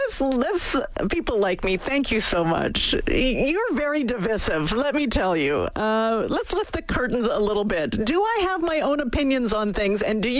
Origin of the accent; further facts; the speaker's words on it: Canada; I love this province, but I always say I'm Canadian when I go somewhere and I'm meeting new people. I've always been proud to be from this country, and I am grateful for the wonderful life I have here.